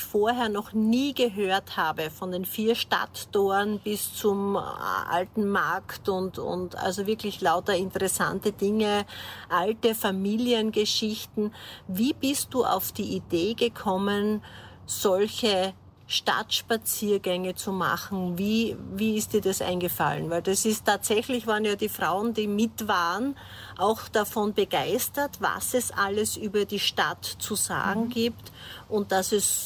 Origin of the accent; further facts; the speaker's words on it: Leibnitz, Styria, Austria; also born or lived in Graz; Also ich bin zwar in Graz geboren, aber ich bin ewig Leibnizerin, Keindorferin.